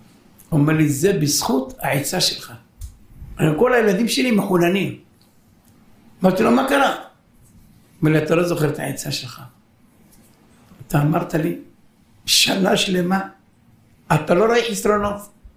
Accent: Haifa, Haifa District, Israel; אני בא להורים שלי גרו בחיפה. אני בא מחיפה.

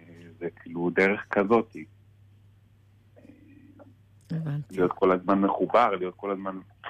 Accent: Holon, Tel Aviv District, Israel; also born or lived in Netanya / Jaffa; now in Or Yehuda, Israel; אני מרכזניק. גדלתי בחולון. כל הניעורים שלי זה חולון, יפו, ועכשיו אני באור יהודה. ואני קצת יש לי מגיעות של נתניה, כי נולדתי שם

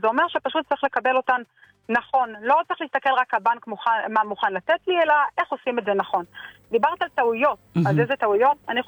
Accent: Northern Israel, Israel; זה מה שקורה אצלנו בצפון.

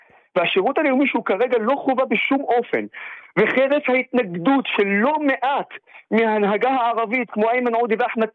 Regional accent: Nazareth, Northern District, Israel; moved away as an adult; now in Tel Aviv, Israel; אני היום בתל אביב, אבל כל חיי גדלתי בנצרת

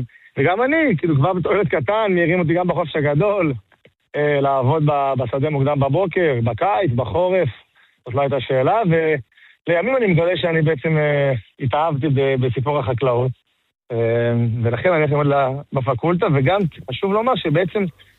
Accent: Nehalim, Central District, Israel; אני גדלתי במושב, דור שלישי

